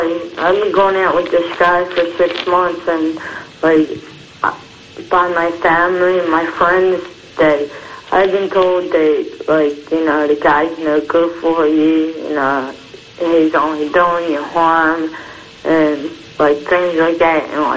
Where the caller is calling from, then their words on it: Darby, Pennsylvania, United States; Darby, Delaware County.